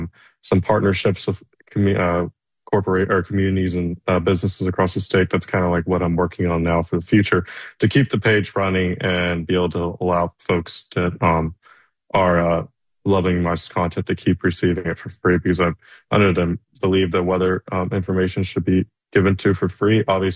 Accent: Raleigh, North Carolina, United States; growing up in Raleigh. I grew up in Raleigh. I was born in Raleigh, so I'm from North Carolina.

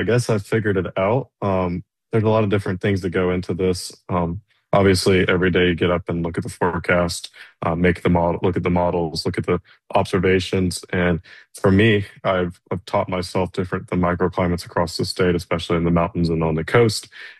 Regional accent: Raleigh, North Carolina, United States; growing up in Raleigh. I grew up in Raleigh. I was born in Raleigh, so I'm from North Carolina.

